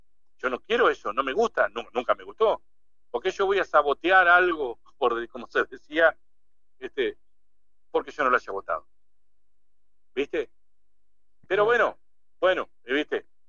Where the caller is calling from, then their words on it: Diamante, Entre Ríos, Argentina; es porque somos de Diamante.